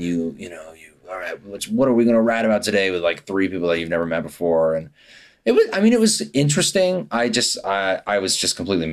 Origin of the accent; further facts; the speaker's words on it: Portsmouth, New Hampshire, United States; moved away as an adult; also born or lived in Boston / Nashville; So I grew up in New Hampshire in this little town called Portsmouth.